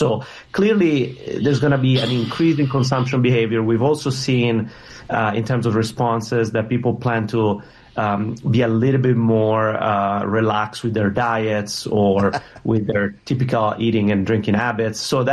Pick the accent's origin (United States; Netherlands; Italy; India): Italy; I'm Italian, born and raised in Italy.